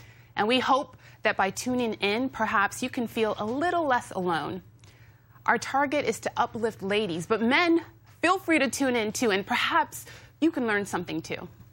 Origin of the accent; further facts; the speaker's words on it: Nigeria; Look at me. I'm Nigerian.